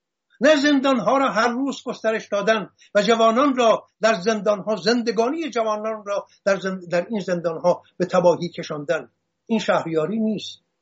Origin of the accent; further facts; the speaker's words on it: Hamadan, Iran; born there; در گنجنامه همدان زادگاه من